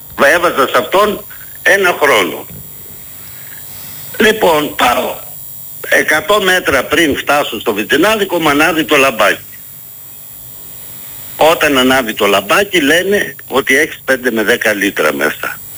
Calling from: Greece; Καταρχήν ζούμε στην πιο διαφθαρμένη χώρα του κόσμου, πιστεύω.

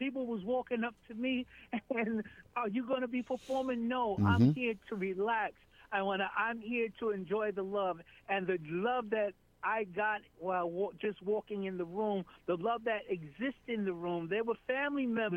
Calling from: New York, United States; I'm calling from Upper Manhattan. … no stranger to the show.

